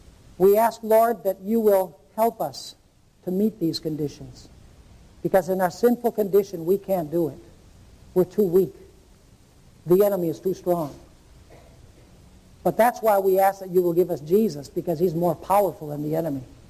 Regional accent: Caracas, Capital District, Venezuela; when I was growing up in Caracas, Venezuela.

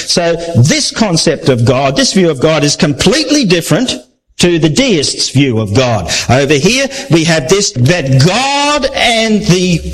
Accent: Australia; I'm Australian

